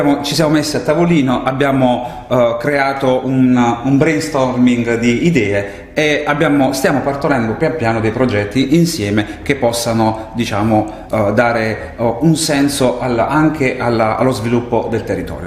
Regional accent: Taranto, Apulia, Italy; Io sono un tarantino doc di generazioni, di tante generazioni.

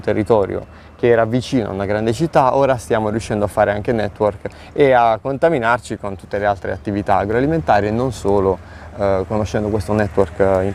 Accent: Massafra, Apulia, Italy; Io sono di Massafra, quindi il gruppo Agro è riuscito anche ad estendere Taranto 25 ai territori di Grottaglie, Massafra, Martina e quant'altro.

